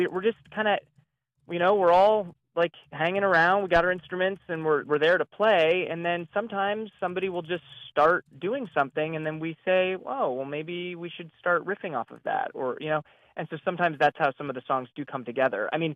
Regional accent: Ohio, United States; I am from Ohio

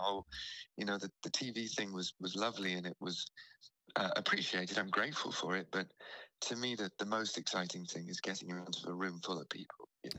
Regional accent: Isle of Man; growing up on the Isle of Man with the Celtic, you know, thing, I love Celtic style instruments, so I play a bit of mandolin and things like that.

